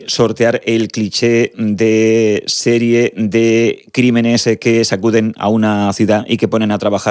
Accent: Region of Murcia, Spain; Como murciano, sí. Esto de vivir en una ciudad que puede recorrer de una punta a otra caminando en 30-35 minutos

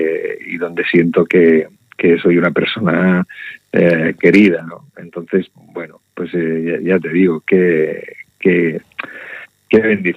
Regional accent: Puerto Lumbreras, Region of Murcia, Spain; Y si no, en Puerto Lumbreras, que es mi pueblo, donde tengo a mis hermanos, a mi familia y a mi gente.

